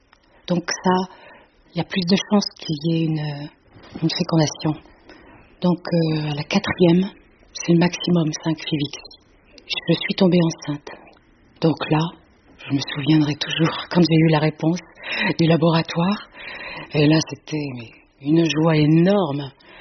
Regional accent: Nantes, Pays de la Loire, France; also born or lived in Nevers; now in Quissac, France; à Nantes, dans ma ville d'origine.

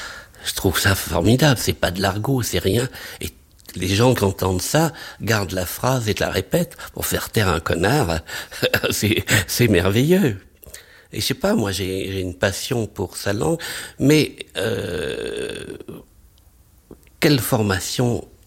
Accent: Southern France, France; quand j'étais môme dans le Midi, j'habitais un petit hôtel

